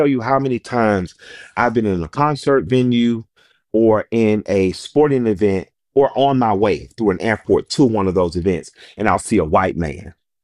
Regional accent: the South, United States; born or raised there

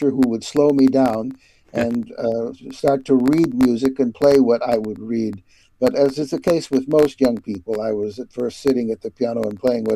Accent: Chicago, Illinois, United States; accent: Chicago; despite my Chicago accent.

